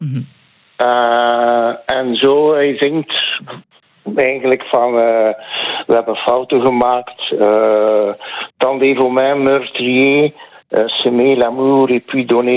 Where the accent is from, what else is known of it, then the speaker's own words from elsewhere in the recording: West Flanders, Belgium; now in Ghent, Belgium; Laat ons zeggen, ik ben een West-Vlaming die in Gent gaat wonen.